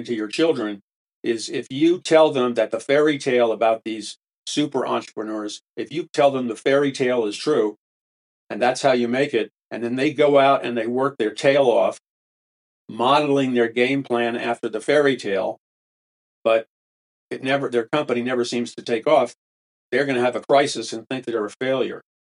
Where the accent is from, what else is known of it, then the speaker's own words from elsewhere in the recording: Ireland; I'm not Italian, I'm Irish, so mafia code is second nature to me.